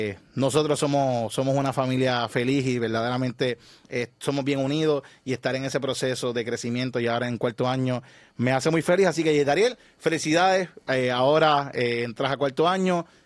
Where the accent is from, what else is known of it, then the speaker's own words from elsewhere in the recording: Levittown, Toa Baja, Puerto Rico; also born or lived in Bayamón, Puerto Rico; yo nací en Bayamón, me crié toda mi vida en Levittown